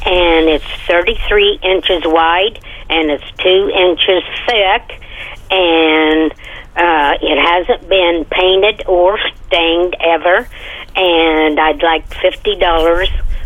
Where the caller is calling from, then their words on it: Memphis, Missouri, United States